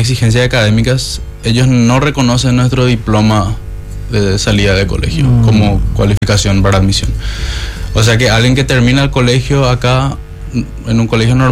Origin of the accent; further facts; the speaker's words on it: Luque, Central, Paraguay; Yo soy de Luque, por cierto